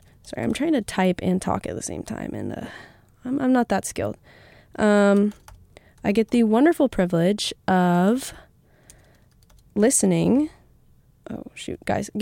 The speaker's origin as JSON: {"language": "English", "town": "Durango", "region": "Colorado", "country": "United States", "tie": "born or raised there", "said": "my hometown Durango, because it's such a beautiful place and it's very relaxing and just wonderful"}